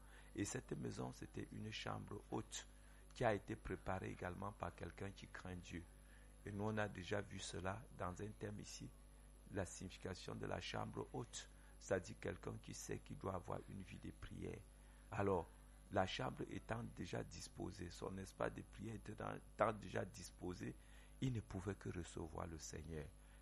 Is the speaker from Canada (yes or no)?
no; Cameroon